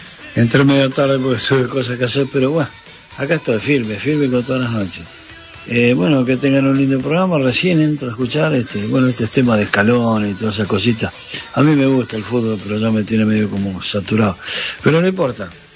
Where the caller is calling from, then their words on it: Punta Alta, Buenos Aires Province, Argentina; de Punta Alta.